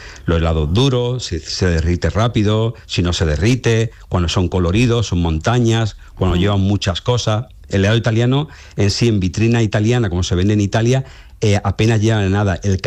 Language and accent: Spanish; Spain